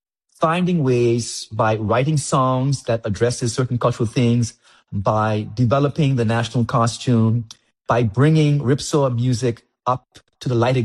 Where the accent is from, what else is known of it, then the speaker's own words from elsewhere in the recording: Cockburn Town, Turks & Caicos Islands; as a boy growing up in Grand Turk